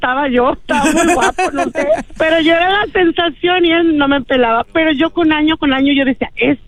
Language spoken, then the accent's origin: Spanish; Mexico City, Mexico; born there; Yo viví en la Ciudad de México y yo iba al pueblo de mi mamá.